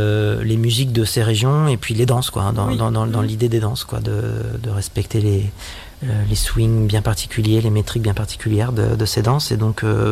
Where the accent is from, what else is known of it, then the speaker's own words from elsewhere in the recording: Poitou, France; donc moi je viens du Poitou aussi, mais du nord, vraiment du nord du Poitou, à la frontière avec la Bretagne